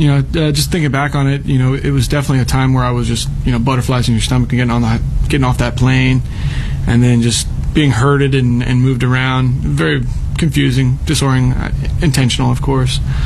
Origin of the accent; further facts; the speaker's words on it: Burke, Virginia, United States; Born and raised in Fairfax, Virginia. I grew up in Burke. In fact, my parents still live in the mean streets of Burke.